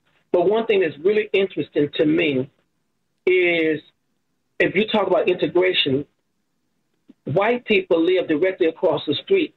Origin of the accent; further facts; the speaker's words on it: Mississippi, United States; Then my grandfather and my grandparents, they had in the South, because I'm from Mississippi, they had big homes back in the 50s.